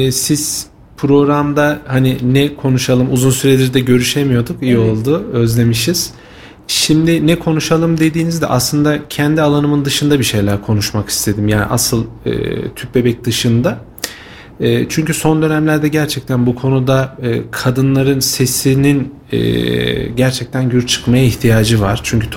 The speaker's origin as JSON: {"language": "Turkish", "region": "Kayseri", "country": "Turkey", "tie": "born or raised there", "moved": "as an adult", "said": "Ben aslen Kayserliyim. Üniversite yıllarında Kayseri dışında eğitim alman vesilesiyle dışarıda bir müddet kaldım ve yaklaşık 6 yıldır tekrar memleketim olan Kayseri'de görev yapmaktayım."}